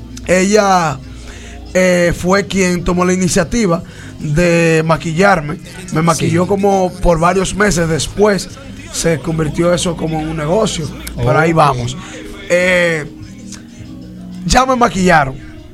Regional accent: Guayabal, Dominican Republic; siempre estoy cerca de las personas, de los comunitarios de mi pueblo y del distrito a quien pertenezco, que es el distrito de Guayabal.

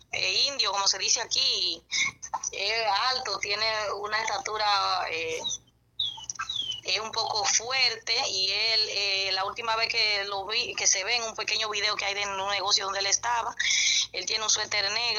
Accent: Palo Verde, Monte Cristi, Dominican Republic; now in San Fernando de Monte Cristi, Dominican Republic; Y algunos fines de semana él venía aquí a Palo Verde porque nosotros somos de aquí, de Palo Verde. Pero yo tengo mi casa allá

